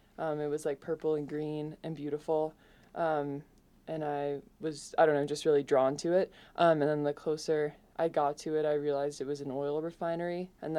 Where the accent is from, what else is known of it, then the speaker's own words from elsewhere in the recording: Edgecombe, Maine, United States; I grew up in Maine, and I don't know, I've never done more driving than I have living in Maine.